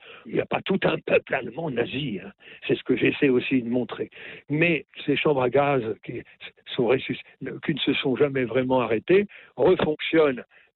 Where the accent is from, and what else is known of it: Normandy, France